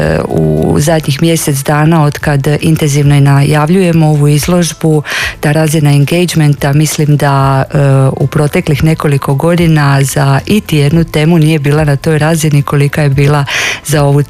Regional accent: Dalmatia, Croatia; ja se osjećam kao Dalmatinka, a samo ime potječe od njih, tako da možemo reći da smo i Dalmatice

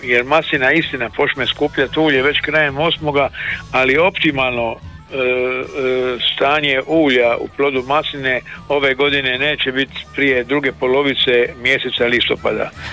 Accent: Dalmatia, Croatia

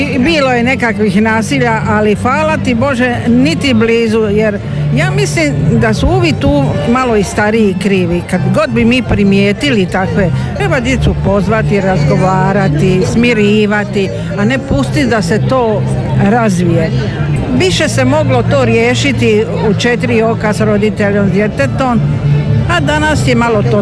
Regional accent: Trogir, Split-Dalmatia County, Croatia; born or raised there

